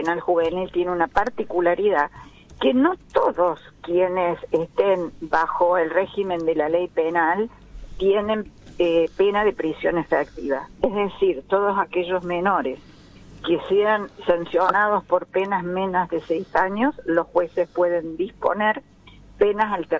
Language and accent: Spanish; Córdoba, Argentina; yo por ejemplo soy cordobesa